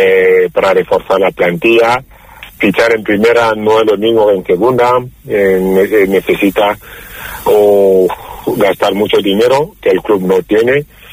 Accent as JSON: {"language": "Spanish", "town": "Málaga", "region": "Andalusia", "country": "Spain", "said": "Dije, como malagueño y malaguista, sería un sueño volver a primera"}